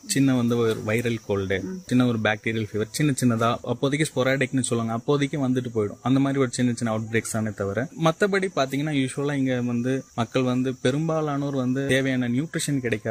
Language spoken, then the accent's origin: Tamil; Tiruchirappalli, Tamil Nadu, India; moved away as an adult; also born or lived in Coimbatore; now in Kodaikanal, India; எனக்கு சொந்த ஊர் பாத்தீங்கன்னா திருச்சி.